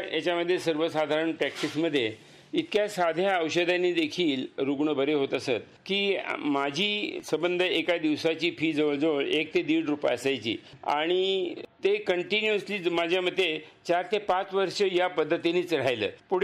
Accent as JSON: {"language": "Marathi", "town": "Ahmednagar", "region": "Maharashtra", "country": "India", "tie": "born there"}